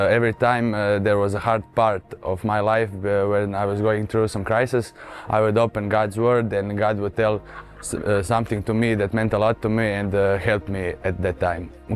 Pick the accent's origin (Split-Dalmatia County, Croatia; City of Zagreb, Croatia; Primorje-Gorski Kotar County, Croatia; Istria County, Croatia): Primorje-Gorski Kotar County, Croatia; Rijeka; Rijeka, Croatia.